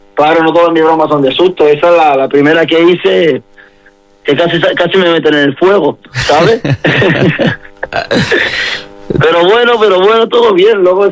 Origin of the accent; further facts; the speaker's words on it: Melilla, Spain; accent: Melillense; yo creo que nuestro acento melillense a la hora de hablar, no sé, me resulta mucho más gracioso que los demás, no porque sea de Melilla, sino porque es una mezcla